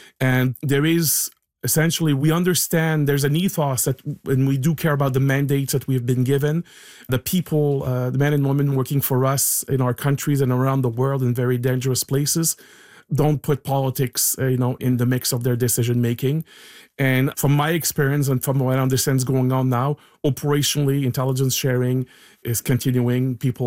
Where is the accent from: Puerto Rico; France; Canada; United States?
Canada; Well, as a Canadian, I take offense